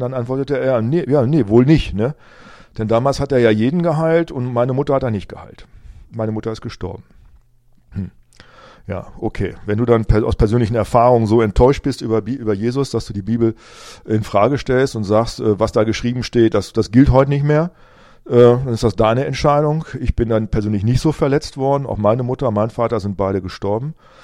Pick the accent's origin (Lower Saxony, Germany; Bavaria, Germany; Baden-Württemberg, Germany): Lower Saxony, Germany; Rinteln; ich hoffe dann auch in meiner alten Heimatgemeinde in Rinteln, dass dann da Leute, dass dort die Türen aufgehen und ich, dass ich reden kann und dass Leute zuhören.